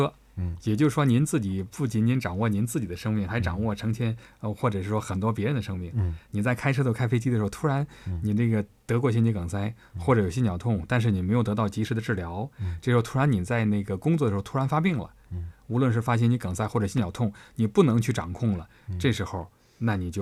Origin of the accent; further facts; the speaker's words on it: China; 我们中国人